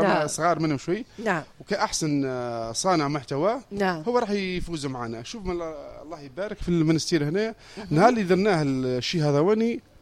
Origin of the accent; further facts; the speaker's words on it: Algeria; احنا عندنا في الجزائر